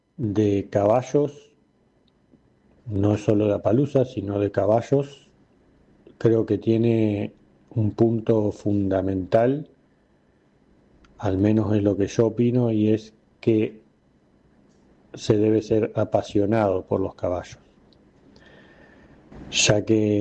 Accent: Gualeguaychú, Entre Ríos, Argentina; soy de Gualeguaychú, Entre Ríos, Argentina

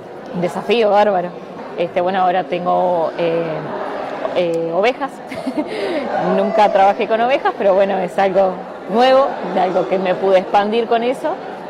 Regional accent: Cerrillos, Canelones, Uruguay; bueno, vengo de Cerrillos, bueno, departamento de Canelones.

